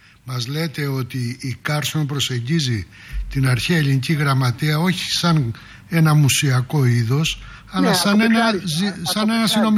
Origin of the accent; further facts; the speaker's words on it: Greece; Δυστυχώς οι Έλληνες δεν κάνουμε αυτό το πράγμα.